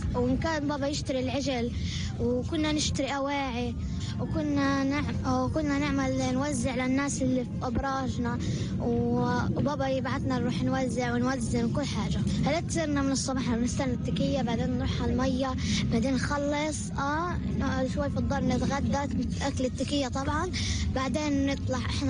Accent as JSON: {"language": "Arabic", "town": "Gaza", "region": "Gaza Strip", "country": "Palestine", "said": "أنا من غزة النصر."}